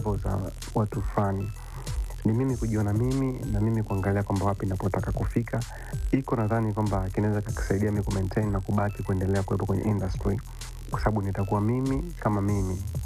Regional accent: Tabora, Tanzania; mimi natokea Tabora na natokea Misole kabisa, kijijini nyumbani kabisa Bush.

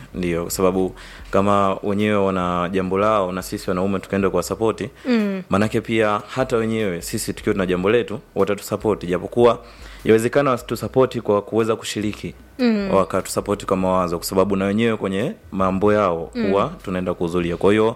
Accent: Isimani, Iringa, Tanzania; Kwa hiyo kama sisi tunatoka Isimani. Isimani ukiangalia ni kama kilomita 40 kutoka hapa Iringa mjini.

